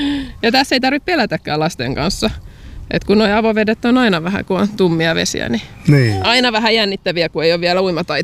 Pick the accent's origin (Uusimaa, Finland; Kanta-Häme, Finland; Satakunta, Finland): Uusimaa, Finland; Helsinki; Mä oon Helsingistä kotoisin, mutta äitini on täältä Jurvasta.